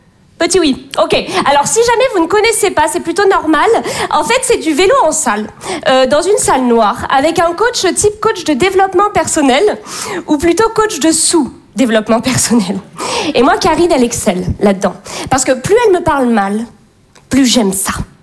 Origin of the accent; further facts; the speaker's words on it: Bordeaux, Nouvelle-Aquitaine, France; je viens de Bordeaux, et ayant grandi dans le milieu bourgeois bordelais, j'ai fait beaucoup de rallyes